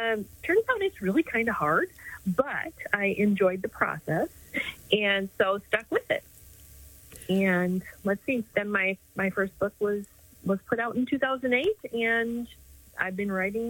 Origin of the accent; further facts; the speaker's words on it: Minneapolis, Minnesota, United States; I grew up in Minneapolis, in the hood of Minneapolis